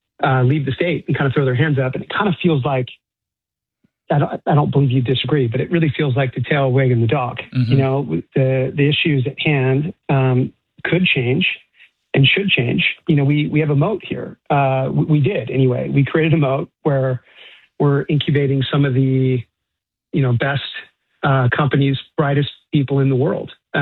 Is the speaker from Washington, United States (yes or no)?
yes; Gig Harbor, Washington, United States; I'm a Washingtonian. I grew up in Kick Harbor and went to UW.